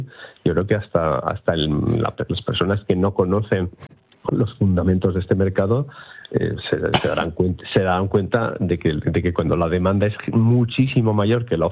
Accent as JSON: {"language": "Spanish", "town": "Bilbao", "region": "Basque Country", "country": "Spain", "said": "O sea, yo que soy de Bilbao y siempre pongo el ejemplo muy sencillo."}